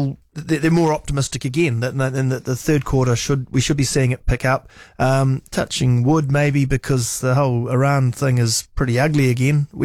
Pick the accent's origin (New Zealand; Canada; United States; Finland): New Zealand; Christchurch, Canterbury; A lot of it, I'm from Christchurch, so I can say this